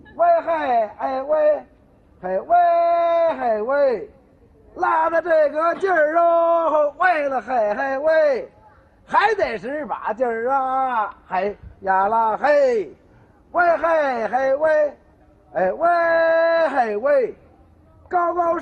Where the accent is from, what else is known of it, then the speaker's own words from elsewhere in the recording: Beijing, China; 咱们北京人就家里好几个孩子，老三老四就这么叫